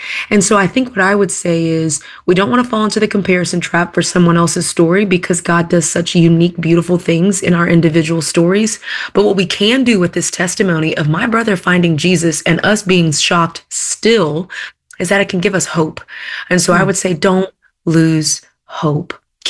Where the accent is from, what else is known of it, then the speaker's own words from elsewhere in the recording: Texas, United States; now in Atlanta, United States; I'm from Texas originally and I moved to Atlanta, Georgia, maybe 14 years ago.